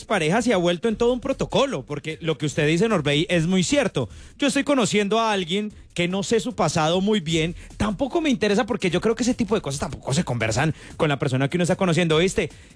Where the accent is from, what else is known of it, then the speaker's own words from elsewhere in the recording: Colombia; lo único que queremos como colombianos es que ese proceso que vamos a tener el 7 de agosto, donde vamos a tener un nuevo mandatario en el gobierno nacional, pues sea tranquilo y en paz.